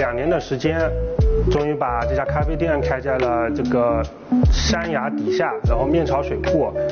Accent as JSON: {"language": "Chinese", "town": "Hangzhou", "region": "Zhejiang", "country": "China", "tie": "born or raised there", "said": "带回我的家乡来，也让大家都能看得到进化的好风景。"}